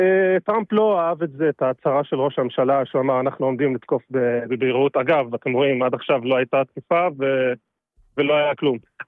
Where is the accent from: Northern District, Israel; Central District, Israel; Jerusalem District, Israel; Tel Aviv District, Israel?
Jerusalem District, Israel; Jerusalem; born there; אני נולדתי במזרח ירושלים, שם לא מקבלים אזרחות ישראלית, וקיבלתי אותה רק לפני שנתיים, קצת פחות.